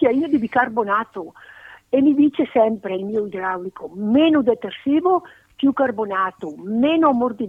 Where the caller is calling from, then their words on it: Rovato, Lombardy, Italy; da Rovato.